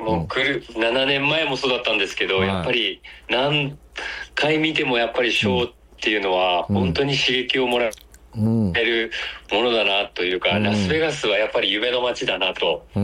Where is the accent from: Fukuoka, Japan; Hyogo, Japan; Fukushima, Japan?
Fukuoka, Japan; now in Tokyo, Japan; 僕はもともと福岡県出身なんですけど